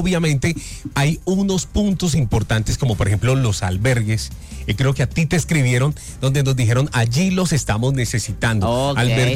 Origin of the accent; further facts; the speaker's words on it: Cali, Valle del Cauca, Colombia; yo soy caleño, pero en Buenaventura tengo familia. Buenaventura queda a 2 horas y media de Cali.